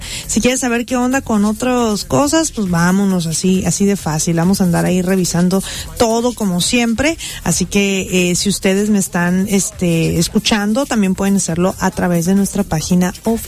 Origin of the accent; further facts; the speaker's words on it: Mexico; Gana México y todos somos mexicanos.